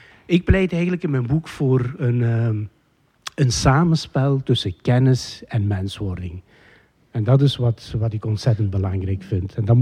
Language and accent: Dutch; Heusden-Zolder, Flanders, Belgium; ik ben zelf afkomstig van Heusden-Zolder tegen Koerselaan.